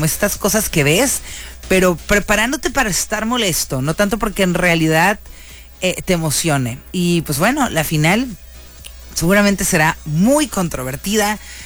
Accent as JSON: {"language": "Spanish", "country": "Mexico", "said": "siendo nosotros mexicanos, ¿no?"}